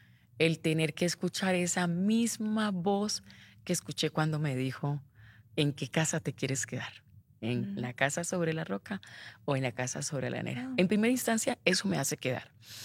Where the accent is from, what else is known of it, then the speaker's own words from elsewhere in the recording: Valledupar, Cesar, Colombia; born there; moved away; pero no soy de Bucaramanga, soy de Colombia, pero no soy de Bucaramanga. Yo nací en la costa, en Valledupar.